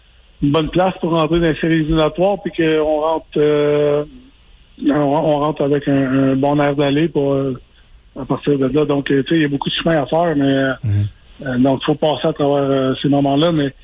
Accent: Quebec, Canada; étant donné que je suis Québécois

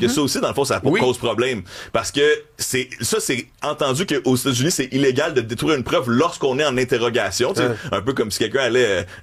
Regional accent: Quebec, Canada; accent: Québécois

